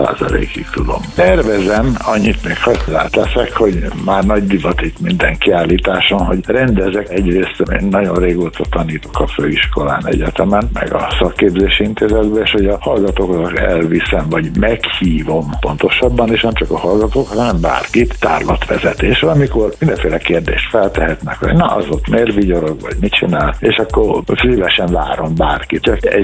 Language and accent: Hungarian; Mórahalom, Csongrád-Csanád, Hungary; moved away; Ez is viszonylag egyszerű, egyrészt ott nőttem fel. Mármint kiskoromban ott nőttem meg, és gimnastakorom még Móra-halmon és a környékén.